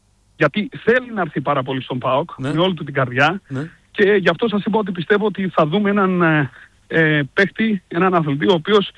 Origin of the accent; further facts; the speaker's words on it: Thessaloniki, Central Macedonia, Greece; εμείς τώρα είμαστε από τη Θεσσαλονίκη όλοι